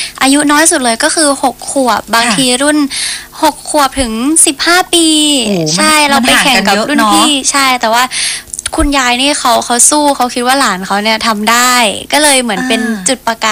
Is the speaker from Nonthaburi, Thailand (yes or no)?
yes; Nonthaburi, Thailand; born there; now in Nakhon Pathom, Thailand; หนูเกิดนนทบุรีค่ะแต่ว่าตอนนี้อยู่นครปฐม